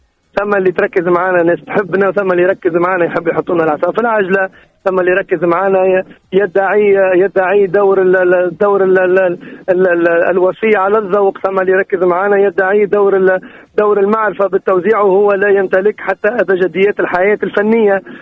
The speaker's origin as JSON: {"language": "Arabic", "country": "Tunisia", "said": "أنا فنان أنا فنان تونسي"}